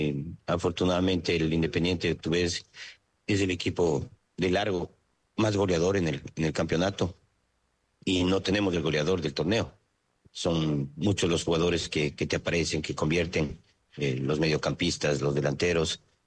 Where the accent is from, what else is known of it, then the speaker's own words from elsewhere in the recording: Ecuador; como ecuatoriano y como gente de fútbol